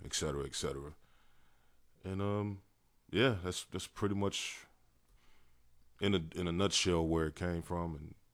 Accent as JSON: {"language": "English", "region": "East", "country": "United States", "tie": "born or raised there", "moved": "yes", "lives_now": "Austin, United States", "said": "I'm not from here. I'm from the East, born and raised. I moved to Austin in 03, 04, somewhere around there."}